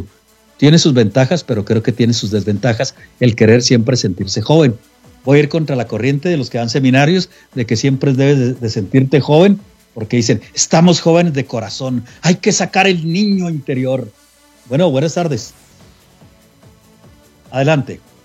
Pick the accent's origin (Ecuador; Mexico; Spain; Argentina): Mexico; moved away; Cuando, bueno, al momento que vine de México, todavía no llegaba el tiempo en que me tuviera que endeudar tanto como para andarme escondiendo del cobrador.